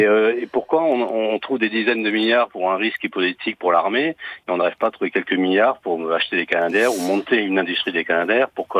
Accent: Provence-Alpes-Côte d'Azur, France; j'ai grandi avec les feux de forêt entre Marseille et la Sainte-Victoire, le Var.

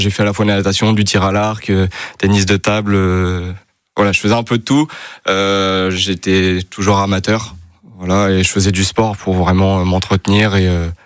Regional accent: Petit-Couronne, Normandy, France; J'ai grandi à côté de Rouen. Je suis de Petit Couronne.

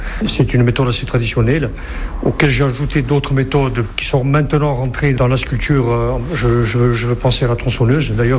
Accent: Corsica, France; moved away as an adult; À la base, je suis originaire de Lévis. Ce qui est devenu mon atelier était au départ une maison de famille où ont vécu mes grands-parents. Comme beaucoup de Corses, à 18 ans, je suis parti faire mes études sur le continent en sciences.

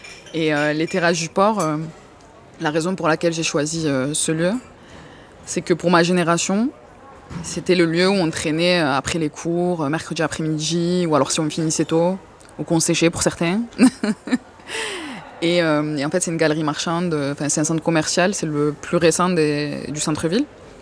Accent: Marseille, Provence-Alpes-Côte d'Azur, France; j'ai 23 ans, je viens de Marseille. Je suis née, j'ai grandi ici. Je suis née dans le 15e arrondissement, à Cité de la Savine. Et j'ai grandi dans le 14e, du côté de la Visitation, donc dans les quartiers nord de Marseille.

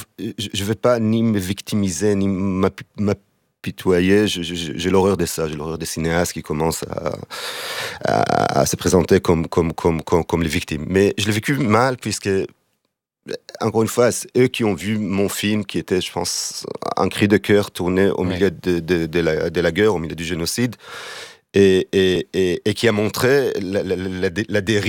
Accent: Israel; moved away as an adult; Moi, je suis israélien et j'ai quitté Israël suite aux raisons politiques. Enfin, je voulais pas que mon fils grandisse dans ce pays qui est malheureusement profondément malade.

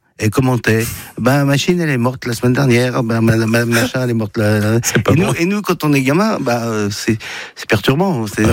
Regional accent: Villiers-sur-Marne, Île-de-France, France; also born or lived in Paris; Je suis né à Paris par accident, en fait. Et j'ai grandi en région parisienne, du côté de Villiers-sur-Marne, du côté des bords de Marne.

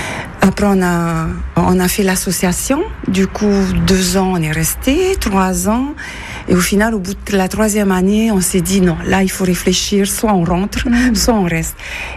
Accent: Moorea, Windward Islands, French Polynesia; now in France; Je viens de la Polynésie française et je suis originaire de l'île de Mouria, qui est l'île sœur de Tahiti.

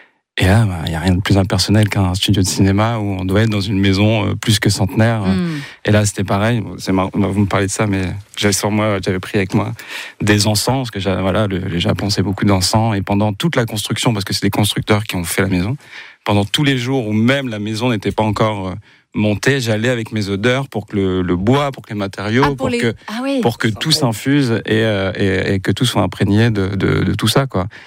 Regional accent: Boulogne-sur-Mer, Hauts-de-France, France; Et un jour, il y a eu un tournage qui s'est fait là d'où je viens, de Boulogne-sur-Mer.

